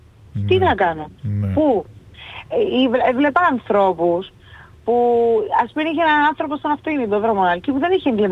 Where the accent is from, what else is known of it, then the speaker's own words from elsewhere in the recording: Limassol, Limassol District, Cyprus; Όταν σχολάσα, ξεκίνησα να πω στην πόλη μου στη Λεμεσό.